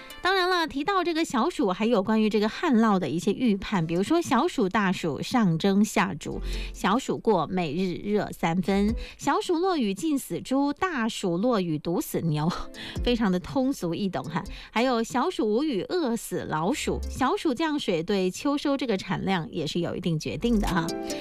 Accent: Fujian, China; 花生呢，对于我们闽南人来说啊，它是非常重要的一种产物。

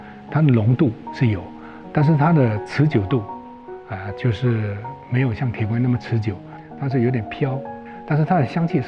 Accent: Fujian, China

